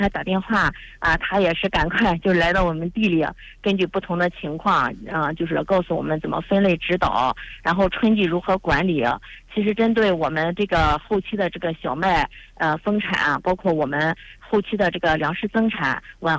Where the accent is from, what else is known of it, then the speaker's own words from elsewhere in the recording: China; 我们中国人